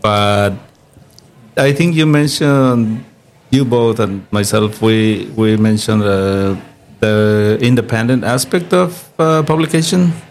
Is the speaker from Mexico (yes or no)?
yes; Mexico City, Mexico; I'm from Mexico City